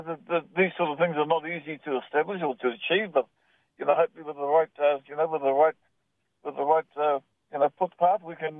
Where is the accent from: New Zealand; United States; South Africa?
New Zealand; Parangaroa, Northland; I'm actually from Ngāpui, from Parangaroa in the north.